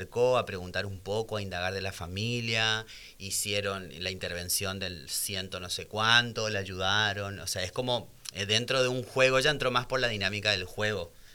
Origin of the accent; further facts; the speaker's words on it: Chaco, Argentina; now in Santa Fe, Argentina; yo soy de Chaco.